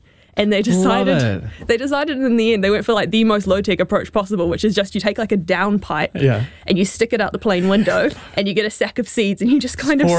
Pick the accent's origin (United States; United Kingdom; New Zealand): New Zealand; my experience as a New Zealander